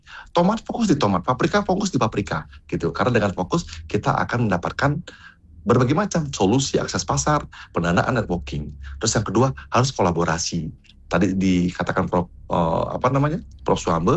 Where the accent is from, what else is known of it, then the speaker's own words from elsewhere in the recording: Bali, Indonesia; Bagaimana budaya itu menjadi fondasi kita sebagai orang Bali.